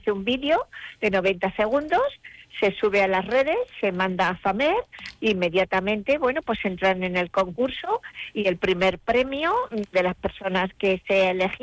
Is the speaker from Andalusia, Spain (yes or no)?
no; Brazatortas, Castilla-La Mancha, Spain; con muchas posibilidades de crecimiento económico, como lo está demostrando día a día. Así es que sí, mi pueblo, Brazatortas. Además, sabes que ahí nació Antonio Gala.